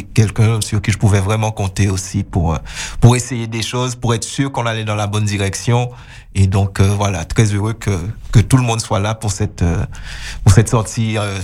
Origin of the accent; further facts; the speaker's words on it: Guadeloupe; nous en tant qu'Antillais, en tant que Guadeloupéen.